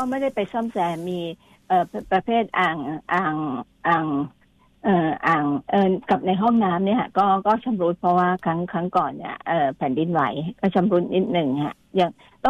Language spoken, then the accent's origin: Thai; Bangkok, Thailand; born there; 8โมงค่ะที่กรุงเทพค่ะ